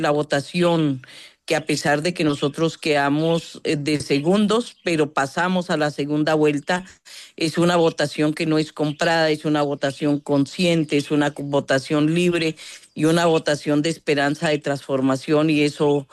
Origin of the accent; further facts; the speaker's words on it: Colombia; todos somos colombianos y colombianas